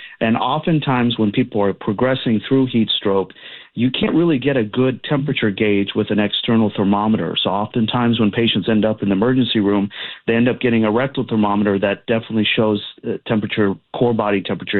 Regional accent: Arlington, Texas, United States; born there; I was born here in Arlington, Texas, And I still, after 40 plus years, I'm still experiencing discomfort in the summer heat.

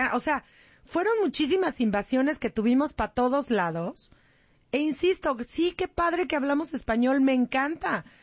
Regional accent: Mexico

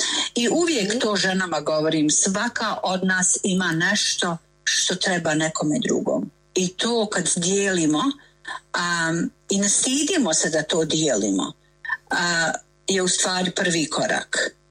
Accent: Bosnia & Herzegovina; ma najbolje je bilo ono kod nas u Bosni, ovi muški uveče sjede, zapale cigaru i počnu raspravljati o policiji

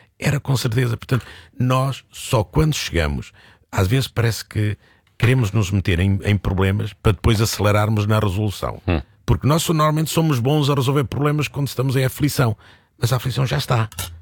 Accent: Portugal; Estou a pensar enquanto português.

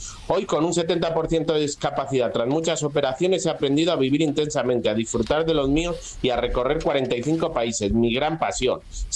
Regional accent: Palencia, Castile and León, Spain; Soy de Palencia, como Isaías, y aquí nací hace 39 años.

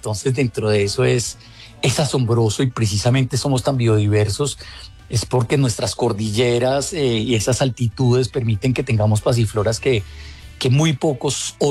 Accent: Colombia; uno como colombiano

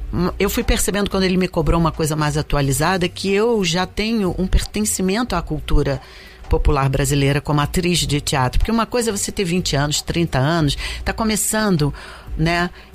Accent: Brazil; eu sou neta de imigrantes e fui educada como brasileira

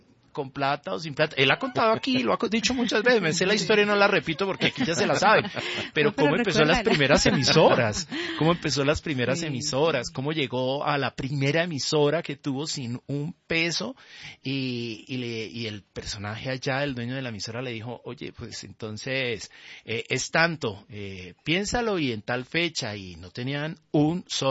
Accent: Bucaramanga, Santander, Colombia; moved away as an adult; yo soy de Bucaramanga. Sí. Venía de Bucaramanga. Nací en el cristianismo en Bucaramanga, en mi familia, en una comunidad cristiana.

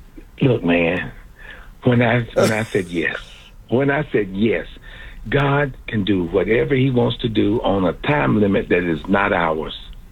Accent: North Carolina, United States; I said ain't because I'm from North Carolina

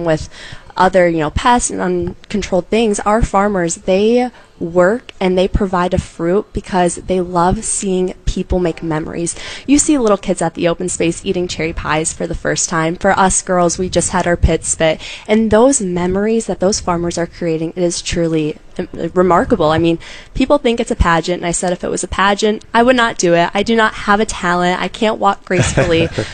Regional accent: Traverse City, Michigan, United States; being born and raised in Traverse City

